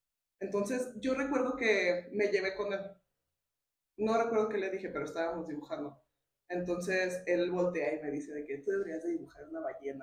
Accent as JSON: {"language": "Spanish", "town": "Lagos de Moreno", "region": "Jalisco", "country": "Mexico", "tie": "born or raised there", "said": "y estaba creciendo en Lagos de Moreno."}